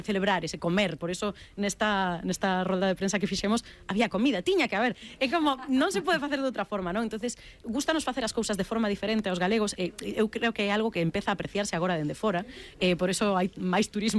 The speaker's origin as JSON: {"language": "Galician", "town": "A Coruña", "region": "Galicia", "country": "Spain", "said": "nos nunca dicíamos somos de Coruña ou somos españoles, ou sempre dicíamos somos galegos."}